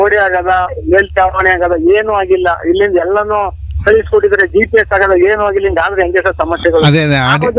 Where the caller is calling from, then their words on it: Hoovinakola, Karnataka, India; ಹೂವಿನಕೊಳದಿಂದ ಮುನನಹಳ್ಳಿ ಗ್ರಾಮ ಪಂಚಾಯತಿ ಮಾಜಿ ಉಪಾಧ್ಯಕ್ಷರು.